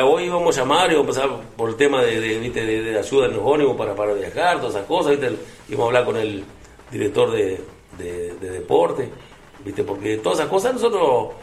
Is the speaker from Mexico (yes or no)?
no; Salto, Uruguay; Yo voy a nombrar a Ceibal porque soy de Ceibal